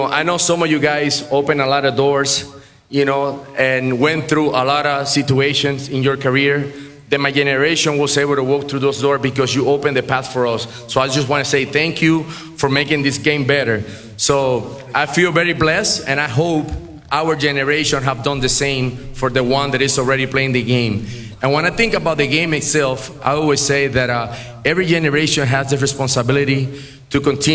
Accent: Manatí, Puerto Rico; when I was growing up in Manatí, Puerto Rico

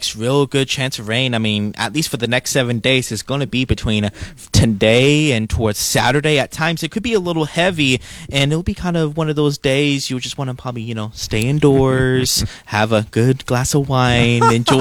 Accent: Texas, United States; moved away as an adult; also born or lived in Midland, Texas / Odessa, Texas; now in Wisconsin, United States; I'm from Texas. I came all the way from the Lone Star State. I'm originally like near the Austin area, but I actually came from my last station. I was over in West Texas, Midland, Odessa.

